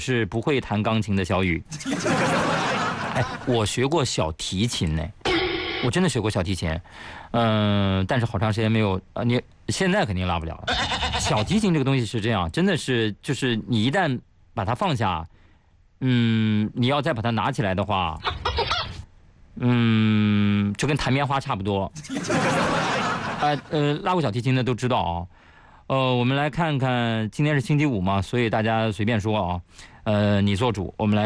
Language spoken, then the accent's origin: Chinese; Hefei, Anhui, China; born there; 还好我是一个在合肥居住的山西人啊。大家可以提个醒啊，提个醒，我在合肥出生的啊，其实山西回的很少